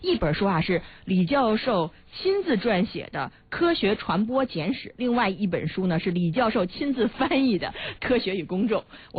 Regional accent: Beijing, China

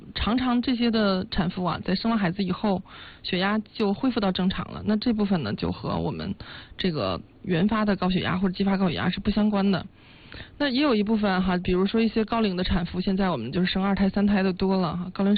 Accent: China; 我们中国人

